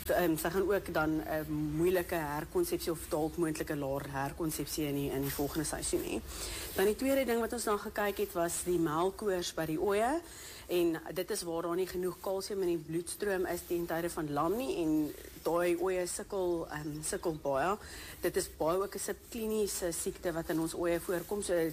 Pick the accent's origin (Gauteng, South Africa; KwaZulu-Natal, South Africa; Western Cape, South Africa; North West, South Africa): Gauteng, South Africa; Pretoria; born or raised there